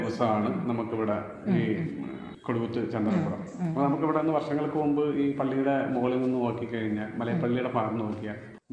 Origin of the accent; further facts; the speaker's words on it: Kanhimattam, Kerala, India; ഞാൻ കാഞ്ഞിമറ്റം സ്വദേശിയാണ്.